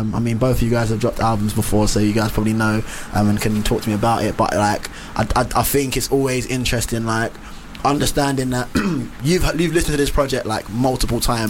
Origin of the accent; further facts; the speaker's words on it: Newham, London, United Kingdom; I grew up in East.